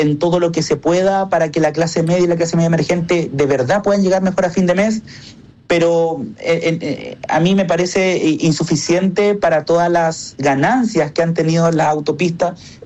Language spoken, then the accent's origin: Spanish; Antofagasta, Chile; yo no soy de la región metropolitana, soy de Antofagasta